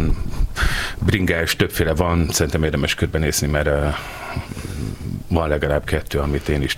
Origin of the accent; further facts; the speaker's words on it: Hungary; born there; itt Magyarországon ebben nőttünk föl